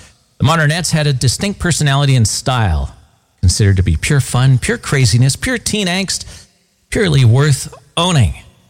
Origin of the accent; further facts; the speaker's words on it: Vancouver, British Columbia, Canada; a very cool indie alternative music group that originated from my hometown of Vancouver